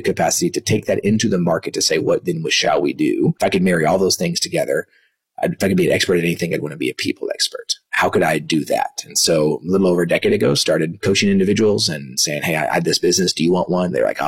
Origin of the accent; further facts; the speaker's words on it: Dallas, Texas, United States; also born or lived in Kansas; So I was born in 1983. I was born in Kansas, only lived there for about a week. Came back to Dallas